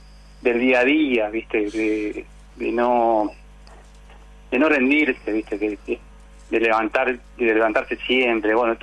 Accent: Argentina; nosotros como los argentinos somos tan particulares, tan especiales

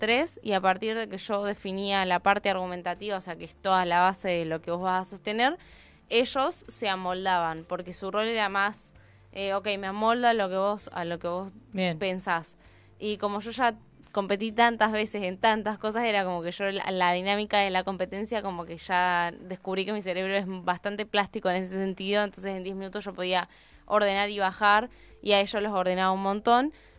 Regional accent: Argentina

